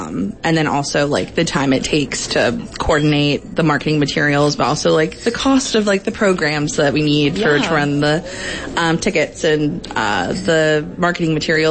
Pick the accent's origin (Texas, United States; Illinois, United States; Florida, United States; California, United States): Illinois, United States; Chicago; accent: Chicago; My Chicago accent often comes out while I'm doing it.